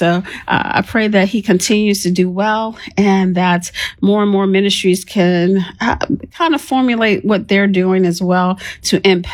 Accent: DMV, United States; now in Orlando, United States; I got back from the DMV. That's my hometown. I was able to see some family while I was there.

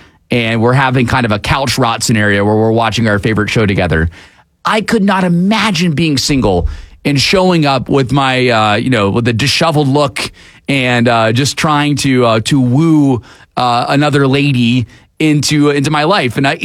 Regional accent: United States; as an American

